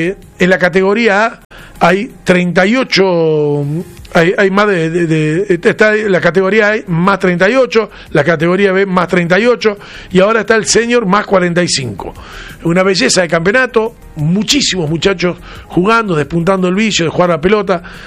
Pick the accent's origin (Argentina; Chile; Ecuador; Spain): Argentina; cuando somos unos argentinos que siempre hemos estado... A ver, yo vivía en el Pasaje García 1570, Villa 9 de Julio, entre Perú y Paraguay.